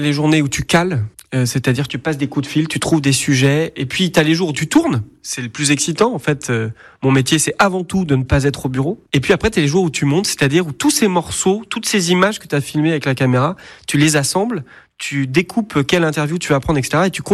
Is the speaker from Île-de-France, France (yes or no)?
no; Magné, Nouvelle-Aquitaine, France; moved away; also born or lived in Niort; je suis de Niort, je suis né à Niort et j'ai grandi à Magné, dans le Marais Poitevin.